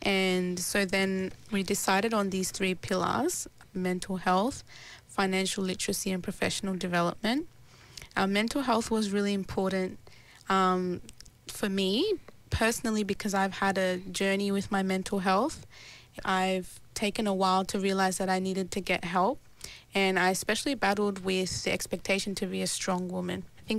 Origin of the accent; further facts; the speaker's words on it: Australia; how I grew up here in Australia